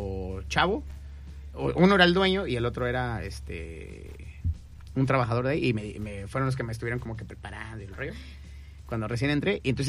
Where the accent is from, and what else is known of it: Mexico City, Mexico